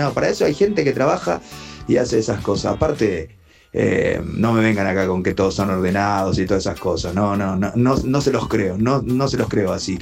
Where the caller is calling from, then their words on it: José C. Paz, Buenos Aires Province, Argentina; soy de José Sempaz.